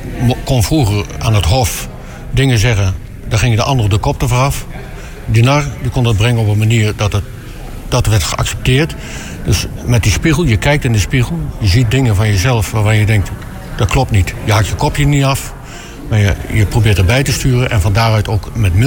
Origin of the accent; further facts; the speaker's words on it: Kampen, Overijssel, Netherlands; Ook in kampen waar ik vandaan kom.